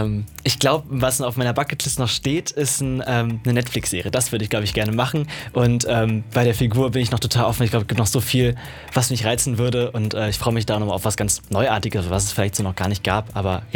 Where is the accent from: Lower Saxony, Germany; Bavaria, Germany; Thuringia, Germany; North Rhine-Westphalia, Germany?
North Rhine-Westphalia, Germany; Bonn; Ja, hey zusammen … ich bin 21 Jahre alt und ich komme aus Bonn und ich bin Schauspieler und DJ.